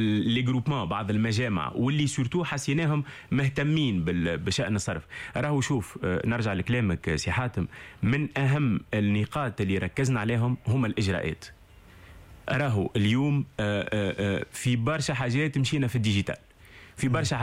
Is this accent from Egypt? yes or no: no; Tunisia; انا في 100 تونسيا 100 ماروكان انا الوالده مغربيه